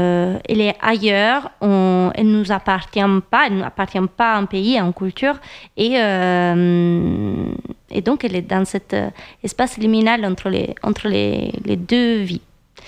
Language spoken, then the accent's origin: French; Italy; French is a second language; now in France; moi je suis italienne et ça fait des années que je suis en France